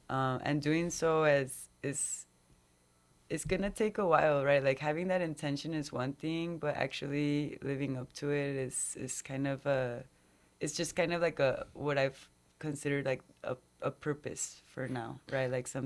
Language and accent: English; United States; You know, I'm Mexican American, but, you know, inherently, I think that we all have indigenous blood, indigenous roots.